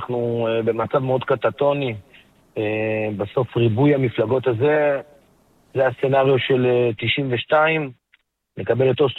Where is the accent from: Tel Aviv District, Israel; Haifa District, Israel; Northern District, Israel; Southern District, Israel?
Southern District, Israel; Ofakim; אני מגיע משם, אני מגיע מאופקים, אני לא גר במה שנקרא במגדל השן צפון.